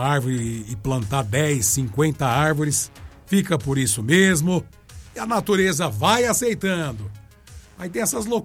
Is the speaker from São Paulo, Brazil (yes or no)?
yes; Bariri, São Paulo, Brazil; nós que somos aqui de Bariri, do estado de São Paulo, do sudeste do Brasil, do interiorzão do estado de São Paulo